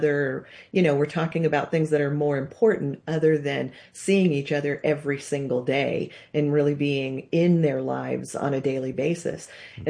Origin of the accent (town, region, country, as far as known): Nebraska, United States; born or raised there; now in Colorado, United States